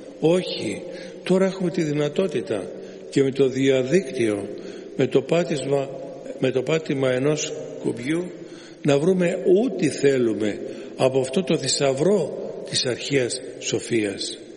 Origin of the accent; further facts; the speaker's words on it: Greece; Εμείς σαν Έλληνες έχουμε την τεράστια ευλογία να ζούμε σε αυτή την ευλογημένη χώρα